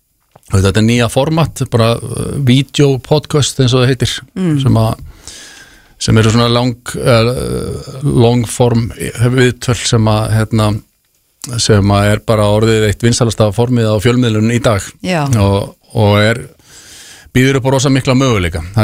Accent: Garðabær, Capital Region, Iceland; Við erum bara uppeldisbræður úr Garðabænum. Við erum hérna, báðir fættir þar og uppaldir.

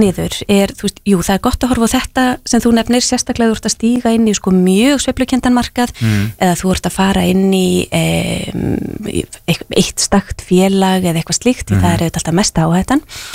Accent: Hafnarfjörður, Capital Region, Iceland; Mínum heimabæ.

